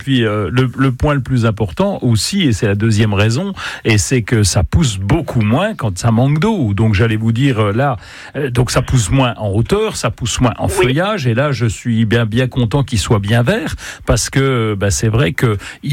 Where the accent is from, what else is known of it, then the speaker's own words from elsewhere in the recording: Grand Est, France; chez nous en Lorraine